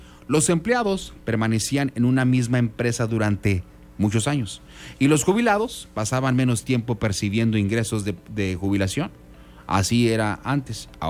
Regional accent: Mexico

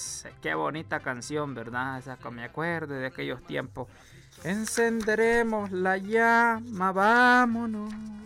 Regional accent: Honduras; Así decimos nosotros aquí en Honduras, en el buen catracho.

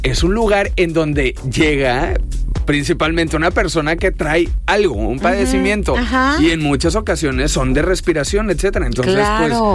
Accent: Mexico

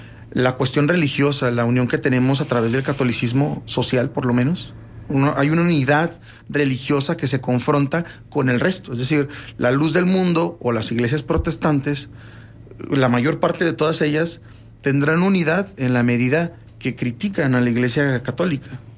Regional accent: Gómez Palacio, Durango, Mexico; que soy de Gómez Palacio

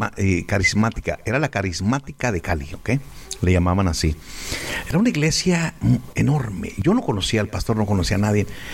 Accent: Ciudad Juárez, Chihuahua, Mexico; Entonces, más de Juárez, que estamos acostumbrados.

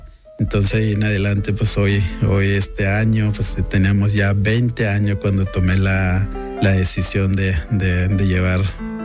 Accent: Retosachi, Chihuahua, Mexico; Soy de Retosachi, en Batopilas, 12 horas más o menos desde la capital, aquí en Chihuahua. Estuve ahí en la comunidad con mis papás hasta los 12 años, pues era cuando yo apenas terminaba lo que es la primaria

